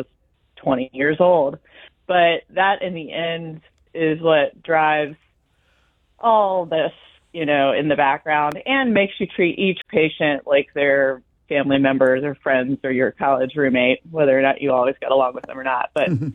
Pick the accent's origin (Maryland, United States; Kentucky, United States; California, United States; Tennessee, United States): Maryland, United States; I'm from Maryland.